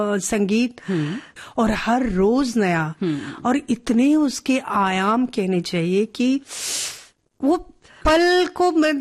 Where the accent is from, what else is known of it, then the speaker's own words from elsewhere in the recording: Bihar, India; moved away; मैं बिहार से आई थी, ये यहाँ पे पूरा जो माहौल था, तो मैं रोती थी कि मुझे यहाँ नहीं रहना, वापस जाना है।